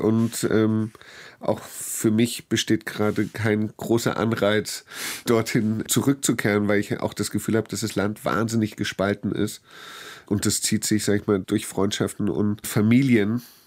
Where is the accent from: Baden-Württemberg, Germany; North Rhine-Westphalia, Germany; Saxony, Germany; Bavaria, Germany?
Bavaria, Germany; Munich; also born or lived in Los Angeles / Gilching; meine bewussten Erinnerungen meiner Kindheit sind dann in München, erst in Unterföhring und dann in der Ungarer Straße.